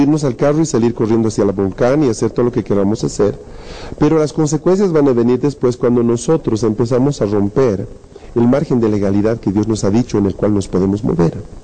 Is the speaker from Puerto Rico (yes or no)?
no; Bolivia